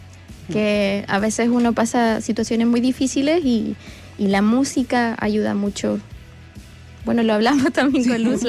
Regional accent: Valdivia, Los Ríos, Chile; Sí, mi ciudad natal.

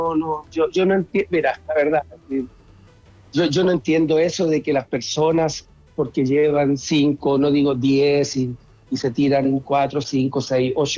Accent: Chile; now in Norway; Y yo no veo por dónde se pueda perder nuestro acento. Tampoco, no, en absoluto. No, y estoy al día. Yo, bueno, yo voy todos los años a Chile, tengo parte de mi familia allá, parte de mi familia acá, y todo sigue igual

